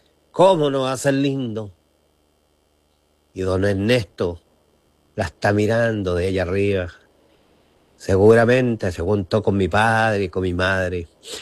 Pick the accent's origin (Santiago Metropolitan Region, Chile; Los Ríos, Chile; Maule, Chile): Los Ríos, Chile; digámosle como le decíamos en Ranco.